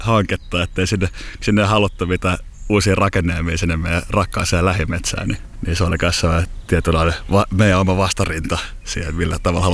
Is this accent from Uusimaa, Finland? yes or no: yes; Espoo, Uusimaa, Finland; uutta koulua, joka oli itse asiassa toi Lintumetsän koulukompleksi tuolla Lintuvaaran Espoon alueella.